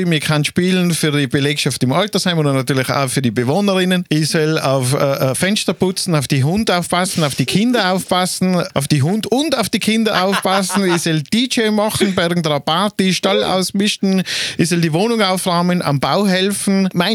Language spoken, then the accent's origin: German; Grins, Tyrol, Austria; Aber ich habe einmal versucht, nach Grins zu fahren. Auf meine Heimatgemeinde, da habe ich die letzten 200 Meter habe ich schon geschoben.